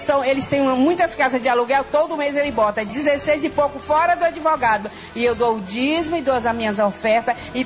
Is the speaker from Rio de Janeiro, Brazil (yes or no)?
yes; Miguel Couto, Rio de Janeiro, Brazil; Sou de Miguel Couto.